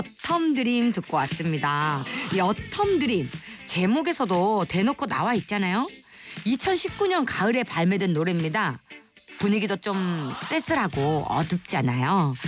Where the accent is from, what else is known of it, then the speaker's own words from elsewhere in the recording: Busan, South Korea; moved away; 내 고향 부산이구나.